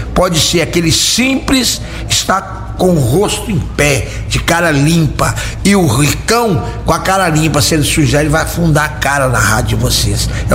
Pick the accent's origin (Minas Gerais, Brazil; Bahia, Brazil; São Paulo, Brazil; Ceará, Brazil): Minas Gerais, Brazil; aqui para nossa região